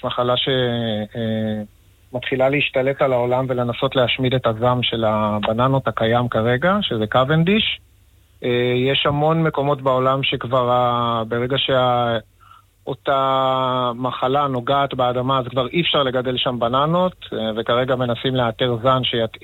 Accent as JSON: {"language": "Hebrew", "town": "Geva Carmel", "region": "Haifa District", "country": "Israel", "said": "אנחנו ממושב גבע כרמל, כן."}